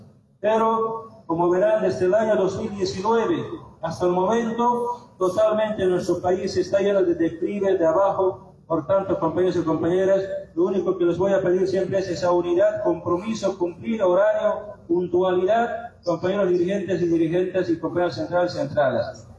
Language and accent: Spanish; Bolivia; siempre como bolivianos estamos retrasados